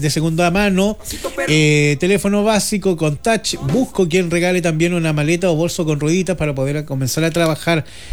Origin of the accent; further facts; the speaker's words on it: Gorbea, Araucanía, Chile; Yo soy de Gorbea